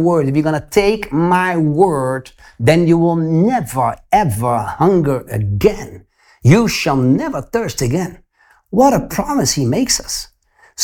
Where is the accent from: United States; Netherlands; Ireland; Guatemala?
Netherlands; English is a second language; like I'm from Holland, but I'm convicted in Portugal, you know